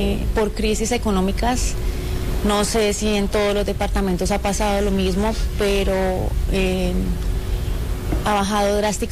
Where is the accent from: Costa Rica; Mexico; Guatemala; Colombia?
Colombia